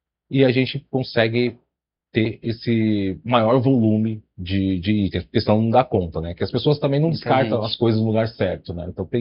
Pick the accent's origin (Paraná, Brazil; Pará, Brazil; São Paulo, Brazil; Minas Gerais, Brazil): São Paulo, Brazil; Cidade de Tiradentes é a zona leste de São Paulo, extremo leste de São Paulo, né? A gente é de lá, da cidade de Tiradentes.